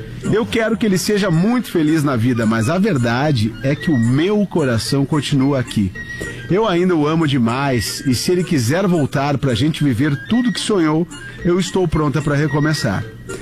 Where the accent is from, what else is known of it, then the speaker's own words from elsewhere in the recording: Rio Grande do Sul, Brazil; sou do Rio Grande do Sul.